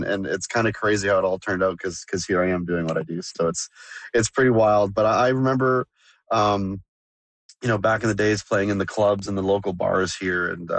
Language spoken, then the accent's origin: English; North Bay, Ontario, Canada; born or raised there